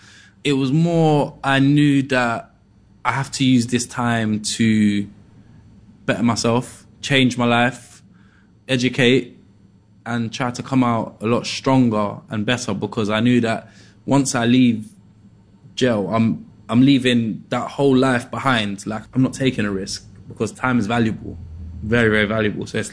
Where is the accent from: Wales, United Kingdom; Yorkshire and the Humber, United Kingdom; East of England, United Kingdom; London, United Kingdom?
London, United Kingdom; Peckham; but growing up in Peckham, people weren't, from my demographic, weren't really putting out YouTube videos